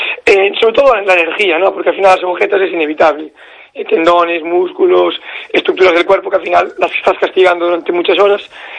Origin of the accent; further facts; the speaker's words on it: Ames, Galicia, Spain; Porque aunque yo ahora estoy en Opino, pero me crié siempre en Ames